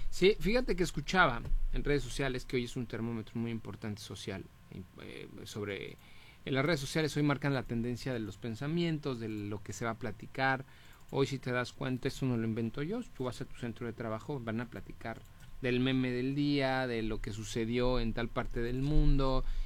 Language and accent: Spanish; Mexico; Como mexicanos, como país, quiénes somos, de dónde vimos, de dónde venimos y hacia dónde vamos